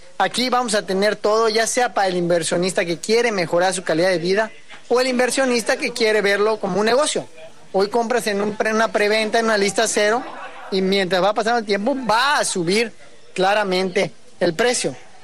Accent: Yucatán, Mexico; como yucateco estamos rodeados de una zona henequenera

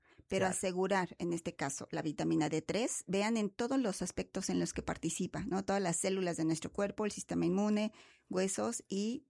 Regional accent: Mexico; como sabemos que como mexicanos tenemos deficiencias de vitamina D

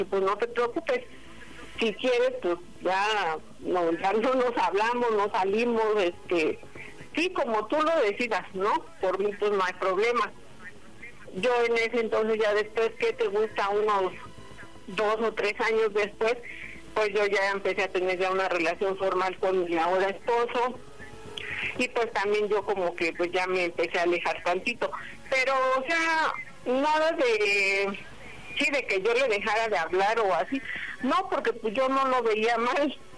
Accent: Atenco, State of Mexico, Mexico; Tengo 42 años y soy de Atenco, Estado de México.

